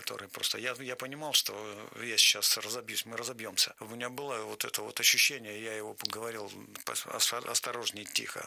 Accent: Russia; Нас вообще там встречали на ура, потому что мы были из России.

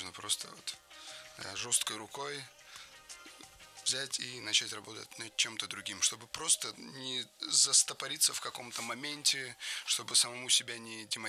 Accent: Karachayevsk, Karachay-Cherkessia, Russia; now in Cherkessk, Russia; мы сейчас живем в Черкесске, но сами мы из Карачаевска. Так. Это все в Карачаево-Черкесской республике.

